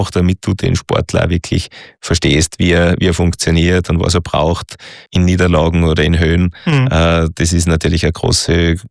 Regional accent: Austria; Nein, das war ein großer Krieg, also bei uns in Österreich vor allem zwischen die zwei Verbände.

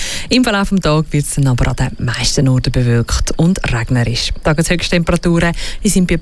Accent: Switzerland; Und das machen viele bei uns in der Schweiz sogar auch als Hobby.

